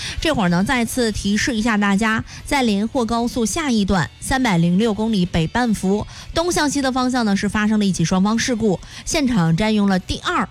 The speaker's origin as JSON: {"language": "Chinese", "town": "Jiaozuo", "region": "Henan", "country": "China", "tie": "born or raised there", "moved": "yes", "said": "我是回到了我的老家焦作"}